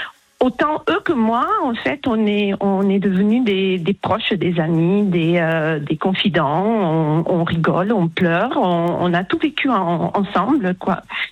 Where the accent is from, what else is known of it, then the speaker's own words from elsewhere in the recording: Toulouse, Occitanie, France; Alors, je suis de Toulouse, au soleil.